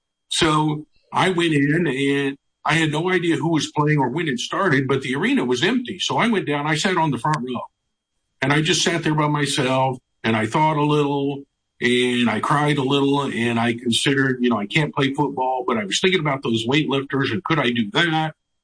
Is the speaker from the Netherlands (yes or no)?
no; Tulsa, Oklahoma, United States; every fall the state fair comes to my hometown of Tulsa, Oklahoma.